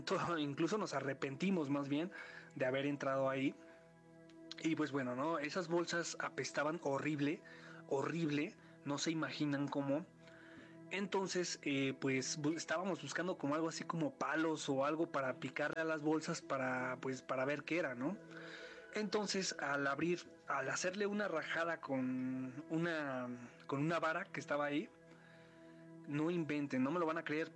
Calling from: Mexico City, Mexico; soy de la Ciudad de México. Les hablo aquí de la delegación Iztacalco.

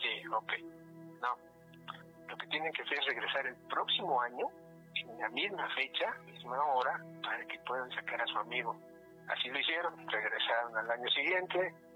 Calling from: Mexico City, Mexico; De Iztapalapa.

